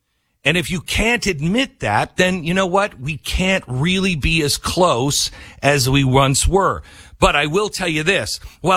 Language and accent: English; Florida, United States; now in Idaho, United States; people would say, where are you from? And I'd say, Florida. Or I'd say, we live in Idaho or whatever.